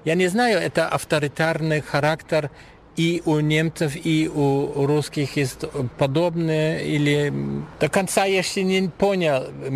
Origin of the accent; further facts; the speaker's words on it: Germany; Russian is a second language; Я немец, и у меня опыт своих дедков, родителей.